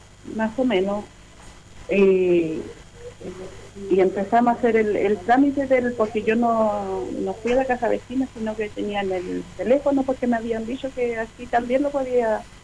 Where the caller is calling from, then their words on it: Chile; de acá de los huertos familiares de la Bolivia.